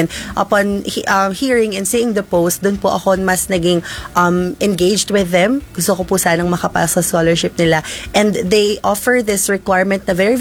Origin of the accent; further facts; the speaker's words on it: Batangas, Calabarzon, Philippines; tubong Batangas, proud Batanggenya po. I am currently studying at Batangas State University, the National Engineering University